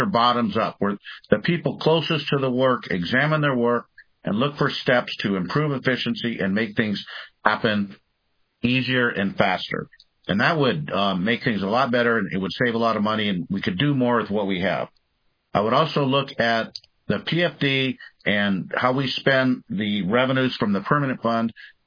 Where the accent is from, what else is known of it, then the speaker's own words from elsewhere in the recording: Bethel, United States; I'm from Bethel. I've lived out here a lot of years.